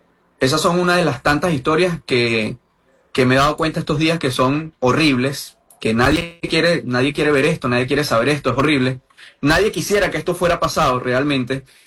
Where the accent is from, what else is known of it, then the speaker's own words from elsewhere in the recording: Aguaira, Venezuela; yo soy nacido y criado en Aguaira. A día de hoy, post terremoto, sigo viviendo en Aguaira.